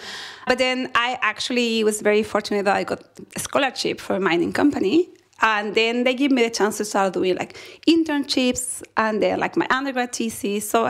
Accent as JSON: {"language": "English", "country": "Chile", "tie": "born or raised there", "moved": "yes", "lives_now": "Tasmania, Australia", "said": "growing up in Chile, so I'm half Chilean, half Argentinian, so I was always flying around the Andes."}